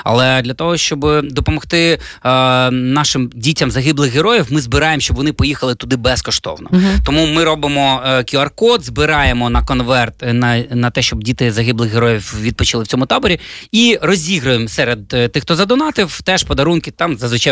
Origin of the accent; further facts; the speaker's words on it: Khmelnytskyi, Khmelnytskyi Oblast, Ukraine; Мій рідний Хмельницький